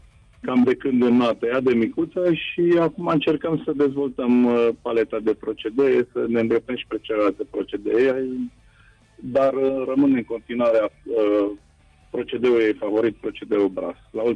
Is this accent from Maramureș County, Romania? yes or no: yes; Baia Mare, Maramureș County, Romania; Eu sunt din Baia Mare de origini, profesez și în Baia Mare